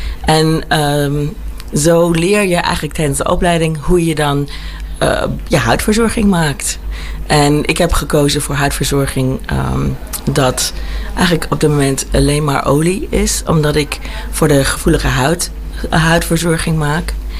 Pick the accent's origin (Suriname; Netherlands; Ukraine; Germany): Germany; Dutch is a second language; also born or lived in United States; is een Nederlander die in Duitsland en Amerika is opgegroeid. Vandaar mijn accent. Mijn moeder is Friesin.